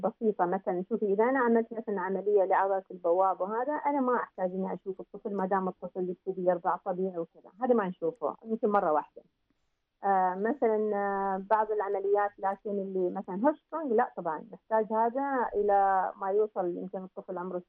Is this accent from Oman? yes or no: yes; Oman; يعني تعرفين إحنا كمجتمع عماني ما زلنا يعني مجتمع ناضج صغير